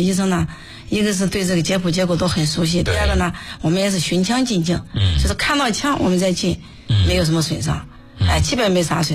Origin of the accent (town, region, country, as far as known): China